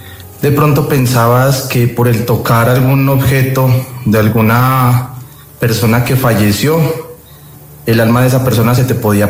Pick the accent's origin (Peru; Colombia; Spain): Colombia; Ipiales, Nariño; yo soy de una ciudad del departamento de Nariño que se llama Ipiales, la frontera con el Ecuador. Actualmente vivo en Antioquia